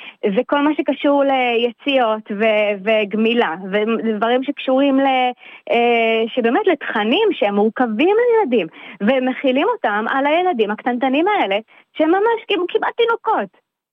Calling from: Tel Aviv, Tel Aviv District, Israel; אני מתל אביב.

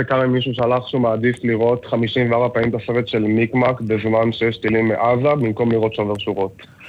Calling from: Petah Tikva, Central District, Israel; אני מפתח תקווה, אני בן 24.

